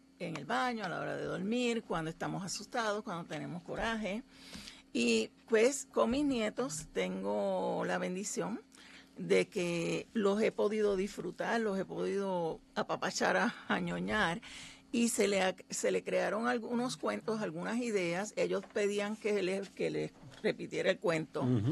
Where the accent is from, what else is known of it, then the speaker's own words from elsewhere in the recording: Puerto Rico; Yo soy de Aguabuena y Aguabuena fue la parroquia de los Tres Santos Reyes, así que yo me crié con esa tradición.